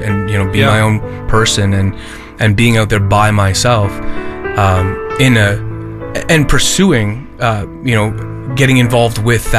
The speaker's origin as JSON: {"language": "English", "town": "Ottawa", "region": "Ontario", "country": "Canada", "tie": "born there", "also_born_or_lived": "Eel Ground First Nation, New Brunswick", "said": "We jumped around a few places, ended up in Ottawa, Ontario, nation's capital, and that's where I grew up. Again, not a Christian home"}